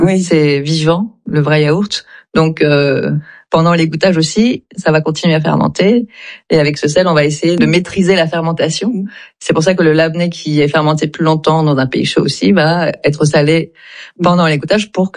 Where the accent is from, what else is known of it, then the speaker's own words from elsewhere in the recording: France; also born or lived in Istanbul, Turkey; Moi, j'ai grandi en France de mes 6 ans à mes 15 ans. Ensuite, j'étais à Istanbul. Après, je suis revenue à Paris.